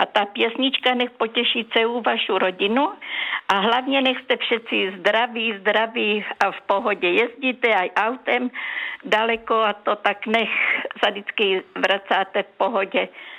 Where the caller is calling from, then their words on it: Kostice, South Moravian Region, Czechia; já vás zdravím opravdu z Kostic.